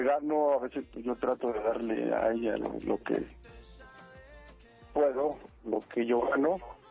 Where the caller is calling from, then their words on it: Texcoco, State of Mexico, Mexico; yo soy somos de aquí de Texcoco, Estado de México.